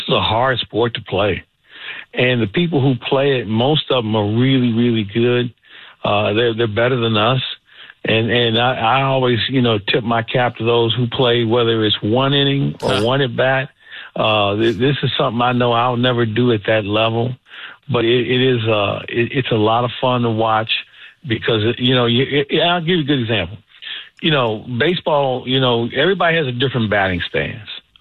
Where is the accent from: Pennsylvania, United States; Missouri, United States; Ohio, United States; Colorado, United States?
Missouri, United States; St. Louis; because I grew up in St. Louis, and I had the chance to listen to Harry Carey and Jack Buck and Mike Shannon and John Rooney